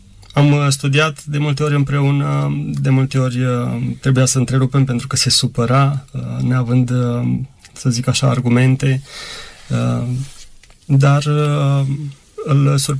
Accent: Cleja, Bacău County, Romania; la noi în sat, la Cleja.

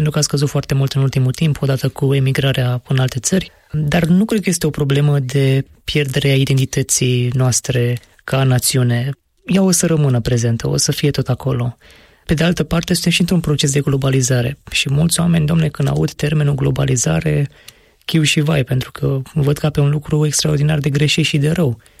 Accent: Romania

